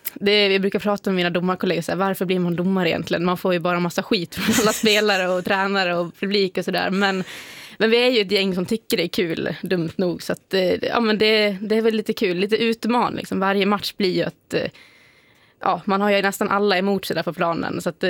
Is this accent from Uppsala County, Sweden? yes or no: no; Säter, Dalarna County, Sweden; Jag är ju från Säter då